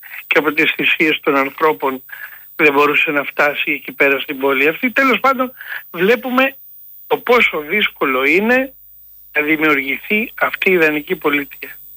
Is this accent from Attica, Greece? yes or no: yes; Athens, Attica, Greece; born there; Όχι, εγώ έχω γεννηθεί στην Αθήνα.